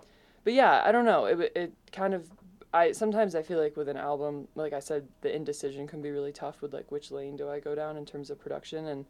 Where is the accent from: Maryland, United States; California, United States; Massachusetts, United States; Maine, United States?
Maine, United States; Edgecombe; I grew up in Maine, and I don't know, I've never done more driving than I have living in Maine.